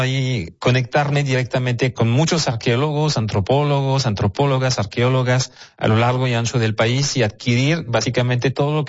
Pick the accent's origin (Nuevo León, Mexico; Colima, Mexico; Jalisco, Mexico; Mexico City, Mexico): Nuevo León, Mexico; Monterrey; forjar un poquito mejor nuestra identidad como regios y personas del noreste de México.